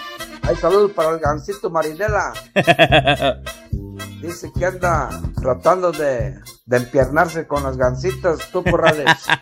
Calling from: San Ciro de Acosta, San Luis Potosí, Mexico; mi pueblo de San Ciro

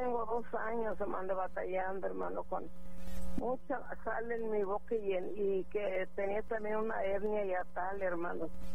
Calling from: Guadalupe, Nuevo León, Mexico; De aquí de Guadalupe, Nuevo León

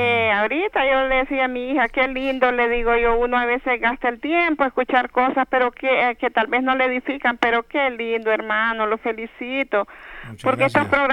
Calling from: Suyapa, Francisco Morazán, Honduras; de aquí de la aldea de Suyapa.

